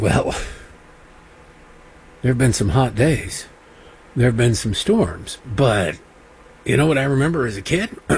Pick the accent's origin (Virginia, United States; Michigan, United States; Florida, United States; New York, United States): Michigan, United States; Detroit; I was hearing this growing up in Detroit.